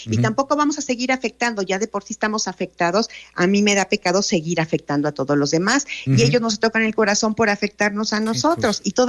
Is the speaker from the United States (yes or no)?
no; Mexico; Y me siento como mexicana tan impotente.